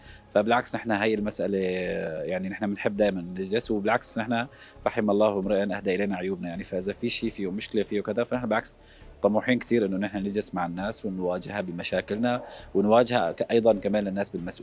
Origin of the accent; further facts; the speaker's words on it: Aleppo, Aleppo Governorate, Syria; باعتباري من حلب